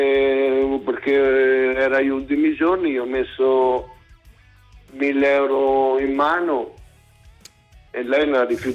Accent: Macerata, Marche, Italy; Io infatti dico a tutti che sono di Civitanova Marche, perché Macerata proprio tende a esaltare il dialetto maceratese.

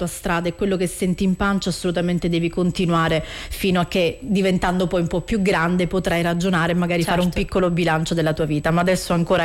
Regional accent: Sicily, Italy; siamo siciliane entrambe

